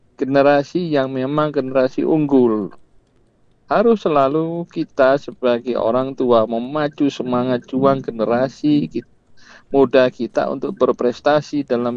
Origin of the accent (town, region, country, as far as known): Indonesia